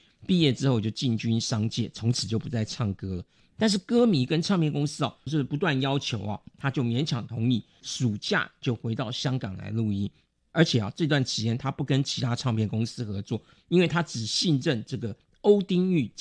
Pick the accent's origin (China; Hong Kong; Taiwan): Taiwan; 因为我是台湾人嘛